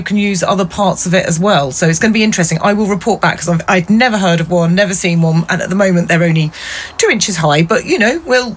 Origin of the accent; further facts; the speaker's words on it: England, United Kingdom; Everyone loves being English and talking about the weather